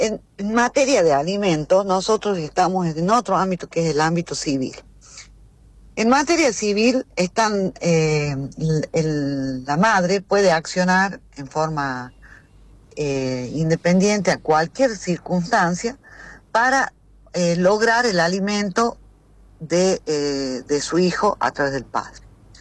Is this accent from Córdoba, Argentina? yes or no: no; Chilecito, La Rioja, Argentina; moved away; Yo soy de Chilecito, extraño Chilecito, amo mi ciudad